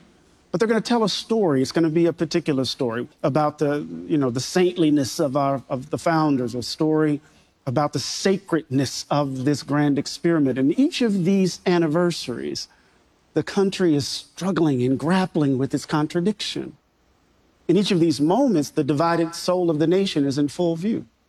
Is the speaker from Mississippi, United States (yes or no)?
yes; Mississippi, United States; Maybe it's because I'm from Mississippi.